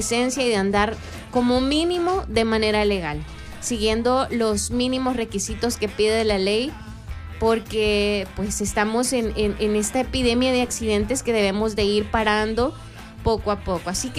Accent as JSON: {"language": "Spanish", "country": "El Salvador", "said": "como salvadoreños, como ciudadanos en general, tenemos que tomar acción por este tipo de cosas."}